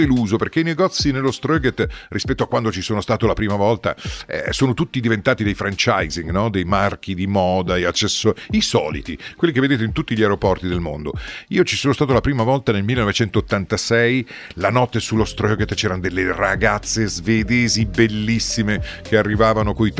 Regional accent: Piedmont, Italy; ragazzotto italiano della provincia piemontese

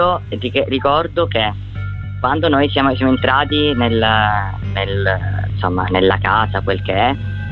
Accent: Barcellona Pozzo di Gotto, Sicily, Italy; Io vengo da Barcellona, provincia di Messina, sogno siciliano. Quindi se ne faccio una morale di nord a sud, io vengo dal sud

